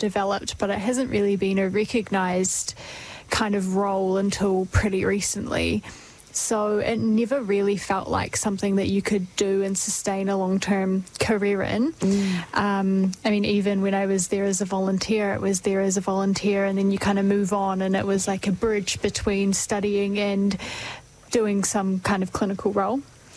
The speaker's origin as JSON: {"language": "English", "town": "Dunedin", "region": "Otago", "country": "New Zealand", "tie": "born or raised there", "said": "I am 24 and grew up in Dunedin, born and raised down the peninsula by the water. Went to school in Dunedin"}